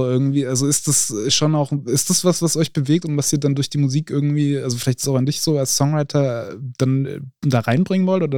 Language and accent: German; Saxony, Germany; now in Leipzig, Germany; Ich komme aus dem Erzgebirge. Vor allem die Hamid, wie man im Erzgebirge sagt, meine Heimat.